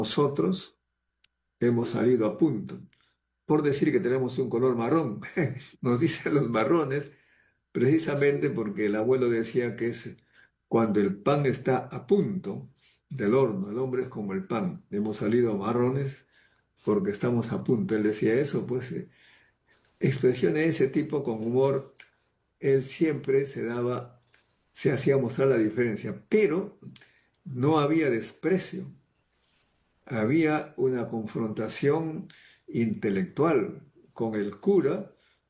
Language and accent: Spanish; Salpo, La Libertad, Peru; en mi pueblo Salpo